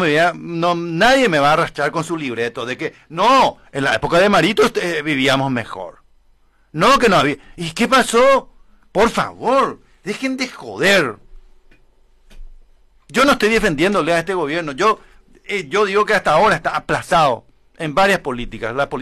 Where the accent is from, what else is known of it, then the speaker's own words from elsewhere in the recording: Paraguay; somos independientes los paraguayos?